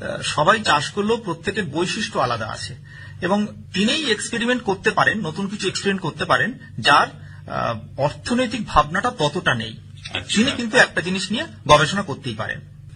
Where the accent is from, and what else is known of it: West Bengal, India